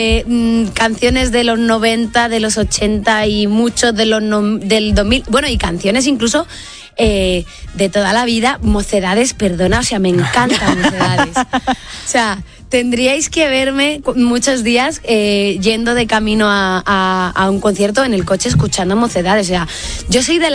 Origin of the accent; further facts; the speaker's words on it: Castile and León, Spain; Mi pueblo está en Beganzones.